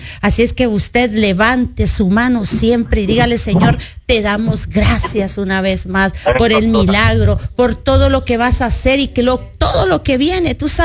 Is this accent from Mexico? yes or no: no; Honduras; Yo también soy hondureña.